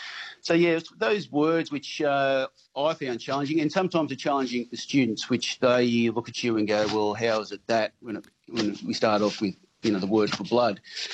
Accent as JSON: {"language": "English", "town": "Newcastle", "region": "New South Wales", "country": "Australia", "tie": "born or raised there", "said": "I'm born and bred in the Hunter, born and bred in Newcastle"}